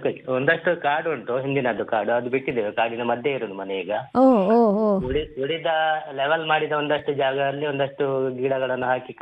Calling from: Bantakal, Karnataka, India; ಬಂಟಕಲ್ನಿಂದ.

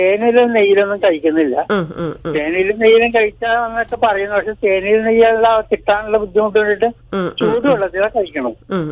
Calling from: Kochi, Kerala, India; ഞാൻ വെണ്ണലയിൽ നിന്നാണ്.

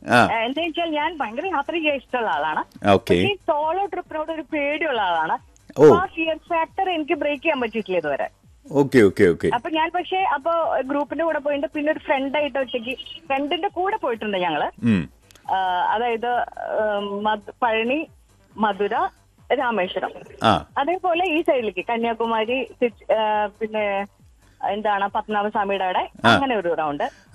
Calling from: Kochi, Kerala, India; ഞാൻ കൊച്ചി.

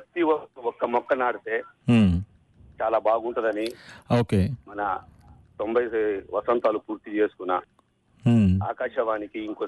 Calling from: Andhra Pradesh, India; Dhanalakshmipuram

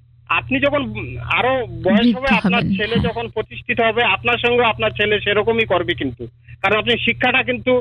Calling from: Tripura, India

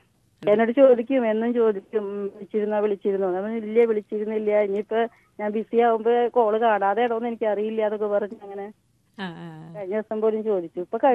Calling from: Puthenchira, Kerala, India; വീട് പുത്തഞ്ചിറ മാള.

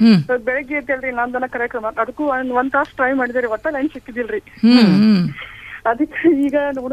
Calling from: Devikoppa, Karnataka, India; ದೇವಿಕೊಪ್ಪದಿಂದ

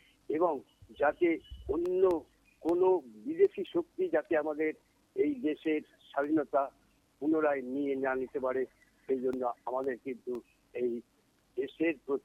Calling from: Purba Bardhaman, West Bengal, India; নমস্কার, আমি পূর্ব বর্ধমানের ডাঙ্গার থেকে

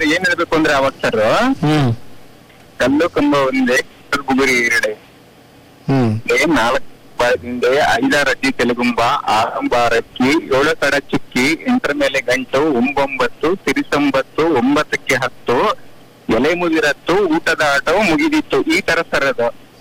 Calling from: Karnataka, India; ಹೊಸ ಜೋಗದಿಂದ

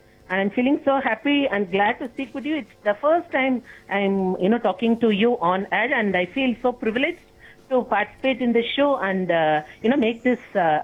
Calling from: Katpadi, Tamil Nadu, India; calling from Vellore district, Katpadi.

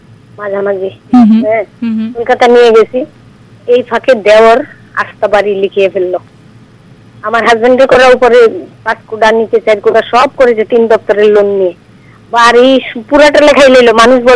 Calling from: India; জয়নগর দশমী ঘাট থেকে।

